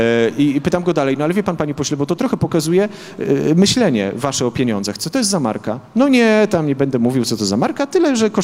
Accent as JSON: {"language": "Polish", "region": "Podlaskie Voivodeship", "country": "Poland"}